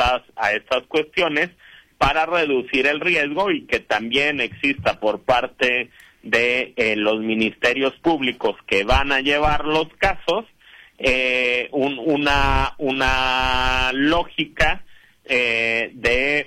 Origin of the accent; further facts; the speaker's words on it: Mexico; el marco legal de nuestro país es muy claro